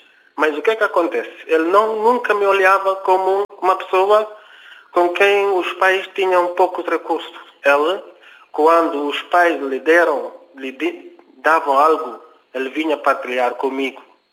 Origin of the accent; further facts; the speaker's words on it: Guinea-Bissau; Quando da nossa infância na Guiné, eu com ele, era um amigo, era um colega, mas também era um amigo que me apreciava muito.